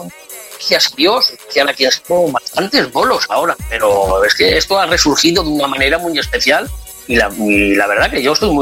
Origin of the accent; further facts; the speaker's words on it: Xàtiva, Valencian Community, Spain; yo soy natural de Xàtiva, trabajo en Valencia capital, pero resido en Xàtiva.